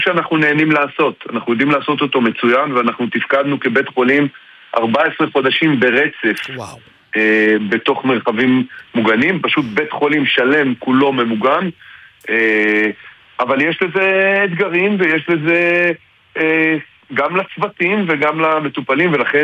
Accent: Tel Aviv, Tel Aviv District, Israel; now in Hila, Israel; כן, התשובה היא אני במקור מהמרכז, אני במקור מתל אביב.

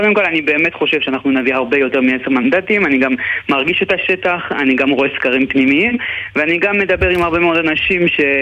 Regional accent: Montreal, Quebec, Canada; לוודא שכשיש אירוע כמו בית ספר שלי שבו איפה שגדלתי במונטריאול ששולחים בו עליו בקבוק תעבירה

